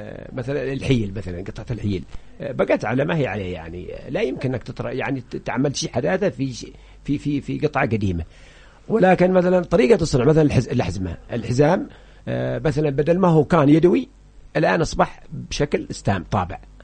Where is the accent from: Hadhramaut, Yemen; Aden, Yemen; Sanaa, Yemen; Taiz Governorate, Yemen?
Hadhramaut, Yemen; عندنا في حضرموت ثلاثه انواع من الجنابي